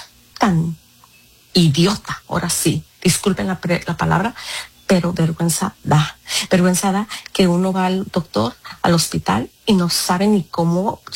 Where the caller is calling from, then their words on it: Mexico; soy mexicana